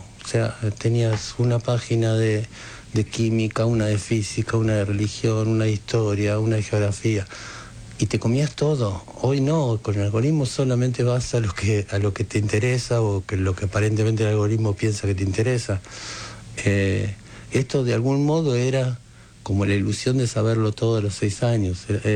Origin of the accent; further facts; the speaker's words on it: Varadero, Buenos Aires Province, Argentina; yo soy de Varadero, cerca de San Antonio de Areco.